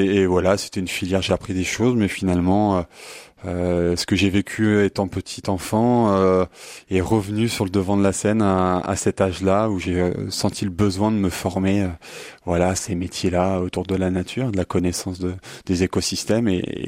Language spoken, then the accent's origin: French; Bourgogne-Franche-Comté, France; je viens d'un petit village au fond de la campagne nivernaise. J'ai 33 ans.